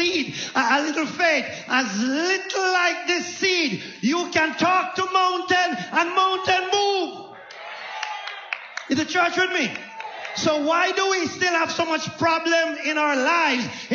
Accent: Jamaica; I'm from Jamaica, and nobody grow mustard.

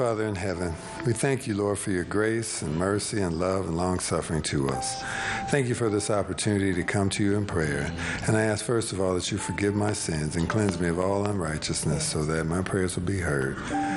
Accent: Huntsville, Alabama, United States; Huntsville, Alabama.

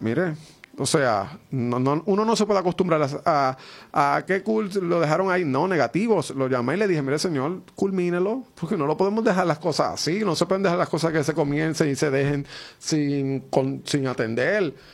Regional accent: Aguada, Puerto Rico; Yo estoy corriendo por la alcaldía de mi pueblo.

